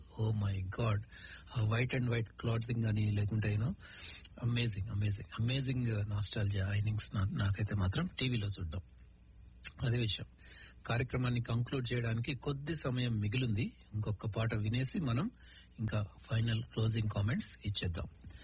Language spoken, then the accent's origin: Telugu; Khammam, Telangana, India; మా సొంత ఊరు ఖమ్మంలో